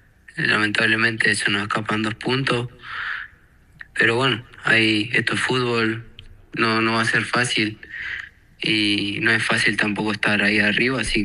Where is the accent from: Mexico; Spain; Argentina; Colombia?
Argentina; now in Paraguay; No, yo soy argentino. Ajá. Tengo la doble nacionalidad chilena, pero yo soy argentino.